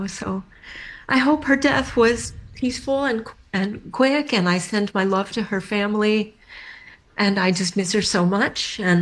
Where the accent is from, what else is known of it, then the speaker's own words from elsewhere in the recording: New England, United States; So she thought I was from Europe, you know, being from New England.